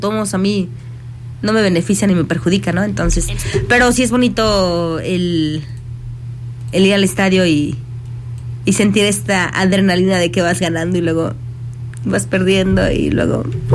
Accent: Argentina; Sí, es que soy argentina, ya que...

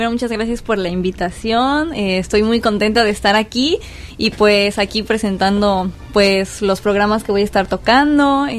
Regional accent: Xalapa, Veracruz, Mexico; moved away as an adult; now in Culiacán, Mexico; Yo soy de Jalapa

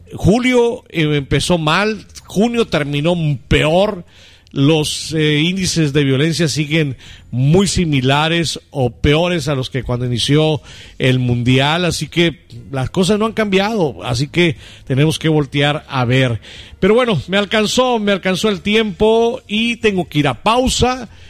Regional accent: Mexico; a quienes vivimos en este país, a quienes somos mexicanos, mexicanas.

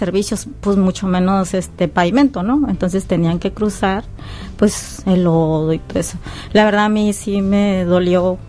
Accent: Sinaloa, Mexico; also born or lived in Oaxaca; Yo no nací aquí en Sinaloa, yo nací en el estado de Oaxaca. Mis raíces son oaxaqueñas. Y pues mis papás decidieron traernos acá a trabajar a la zafra. Entonces es muy chiquita, como entre 5 o 6 años.

